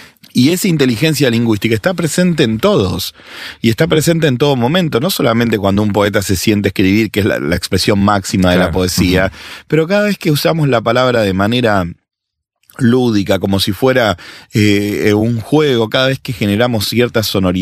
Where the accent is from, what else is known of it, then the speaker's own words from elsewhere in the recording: Argentina; yo soy argentino